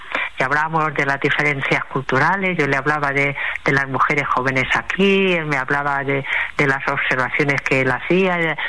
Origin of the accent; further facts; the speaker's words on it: Badalona, Catalonia, Spain; la primera vez que yo volví a Badalona, yo soy de Badalona, pero he estado muchos años viviendo fuera de Badalona